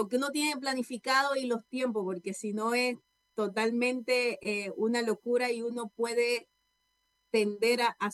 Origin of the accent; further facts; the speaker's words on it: Cuba; moved away as an adult; now in Chile; yo soy cubana.